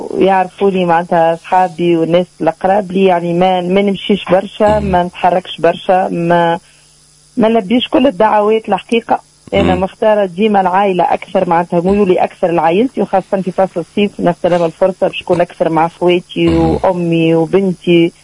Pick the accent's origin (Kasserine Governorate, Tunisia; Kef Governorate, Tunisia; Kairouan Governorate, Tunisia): Kef Governorate, Tunisia; El Kef; انا من مدينه الكيف والاصل انا جزائريه شاويه من خنشلة امي وبابا